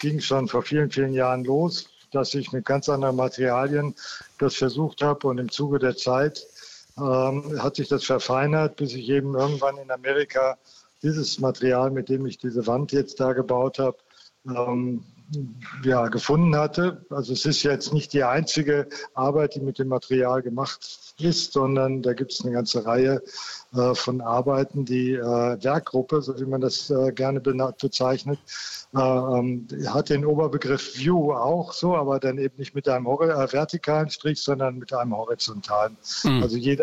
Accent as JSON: {"language": "German", "region": "North Rhine-Westphalia", "country": "Germany", "said": "Also wir kommen ja aus Westfalen und da war natürlich der Mauerbau immer auch ein Thema bei uns in der Familie."}